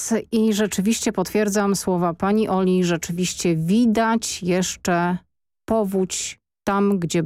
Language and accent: Polish; Kłodzko, Lower Silesian Voivodeship, Poland; ja też jestem z Kłodzka i też mnie zalało.